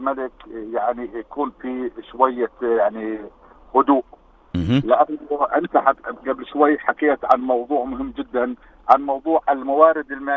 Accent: Jordan

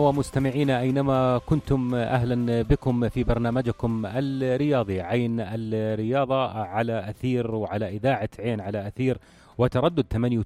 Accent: Jordan

